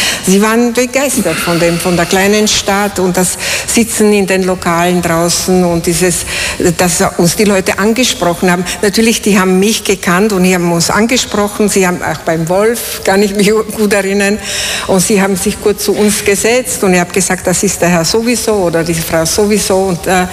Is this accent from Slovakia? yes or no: yes; Bratislava, Bratislava Region, Slovakia; also born or lived in Vienna; now in St. Pölten, Austria; Ich bin in einer Wohnung in Bratislava aufgewachsen und ich weiß, wie es ist, die Nachbarn zu hören und so. Und so sind wir nach Wien gekommen